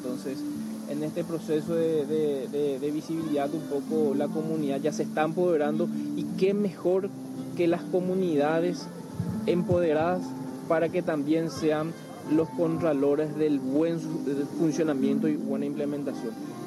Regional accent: Paraguay; como paraguayos verdaderamente tenemos que decir de que estamos a la vanguardia en materia de primera infancia.

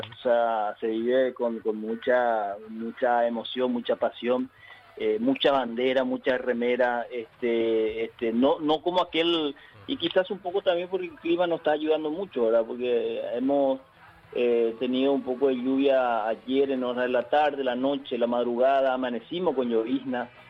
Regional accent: Paraguay; muchos de los que hoy somos paraguayos.

